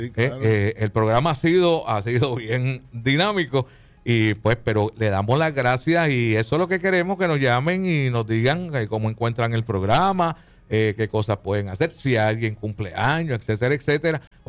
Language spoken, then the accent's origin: Spanish; Puerto Rico; como boricua yo no la vi